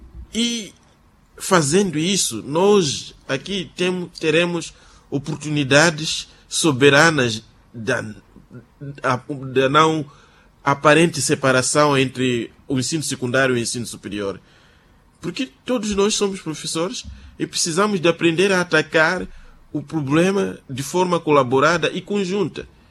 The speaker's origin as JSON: {"language": "Portuguese", "country": "Mozambique"}